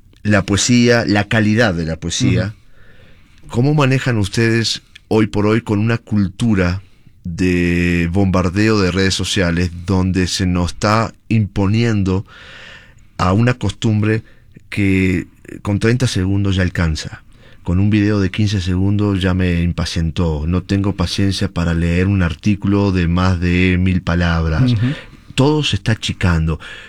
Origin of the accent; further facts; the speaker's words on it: Peru; creo que como peruano me parece que los peruanos lo defienden a capa y espada.